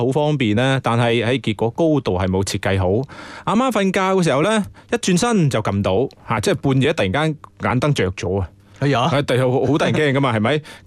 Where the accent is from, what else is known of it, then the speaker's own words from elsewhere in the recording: Guangdong, China; 咁呢个其实对于我哋老广嘅老人家嚟讲都几普遍喎